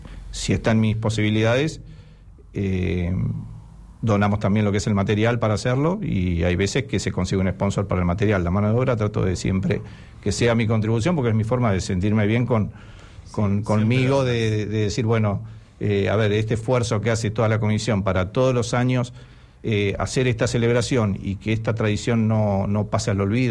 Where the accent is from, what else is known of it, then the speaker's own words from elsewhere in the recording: Patagonia, Argentina; Cuando vos decías, ¿de dónde venís? Y... de Patagonia.